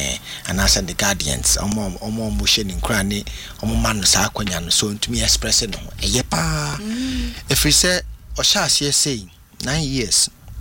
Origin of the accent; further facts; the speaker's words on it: Ghana; they ask you, who are you? Say, I am a Ghanaian artist and I make songs in Ghanaian high life.